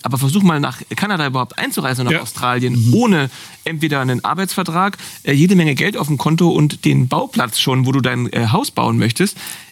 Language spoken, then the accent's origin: German; Germany